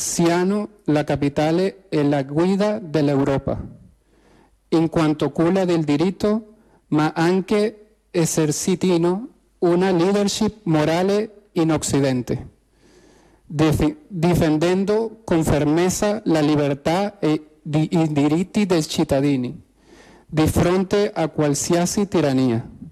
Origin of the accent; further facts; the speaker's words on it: Venezuela; Italian is a second language; da venezuelano e anche italiano